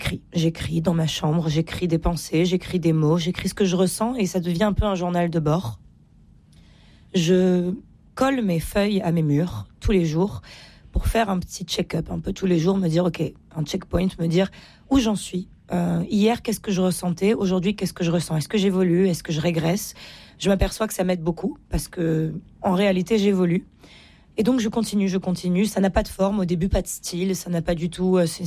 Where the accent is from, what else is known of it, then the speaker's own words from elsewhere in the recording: Cahors, Occitanie, France; Je me retrouve chez moi, à Cahors, dans ma grande maison, en pierre